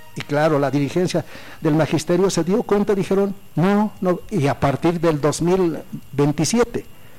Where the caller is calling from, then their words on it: Bolivia; yo creo que como bolivianos tenemos que pensar en función a nuestro país